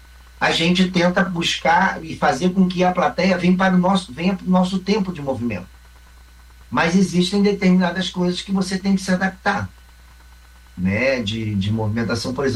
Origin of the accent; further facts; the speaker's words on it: Rio de Janeiro, Brazil; Mas desde que eu me lembro da primeira série do Fundamental, que eu sou do Rio de Janeiro. Então, eu sou um carioca.